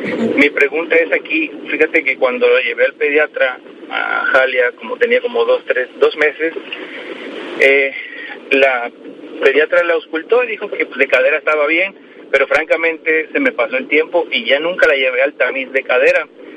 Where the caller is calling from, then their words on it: Boca del Río, Veracruz, Mexico; te hablo de Boca del Río